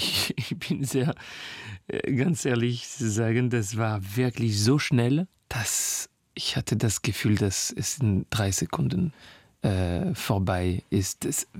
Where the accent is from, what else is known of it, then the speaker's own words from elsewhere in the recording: Paris, Île-de-France, France; born there; German is a second language; weil ich singe ein paar Kilometer von wo ich geboren bin, in Clinique des Lilas, beim 20e Arrondissement.